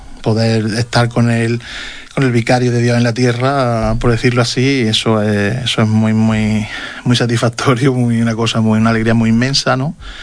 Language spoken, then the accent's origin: Spanish; Spain